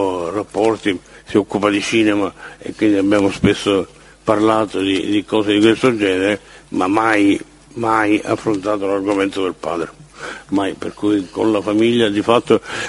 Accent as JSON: {"language": "Italian", "region": "Sicily", "country": "Italy", "said": "essendo siciliano come Dell'Utri"}